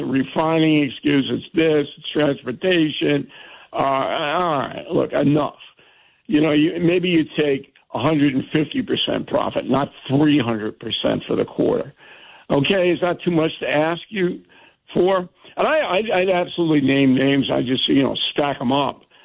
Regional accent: Levittown, New York, United States; I'm from Levittown.

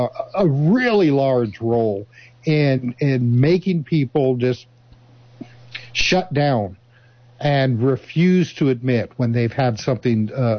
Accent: Indiana, United States; You know, born and raised in Indiana, I was interested in, you know, like race cars, Indianapolis 500

